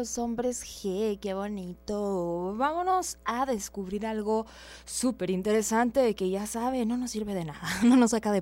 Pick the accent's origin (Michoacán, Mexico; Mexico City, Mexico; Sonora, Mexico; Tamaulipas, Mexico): Sonora, Mexico; yo soy de Sonora.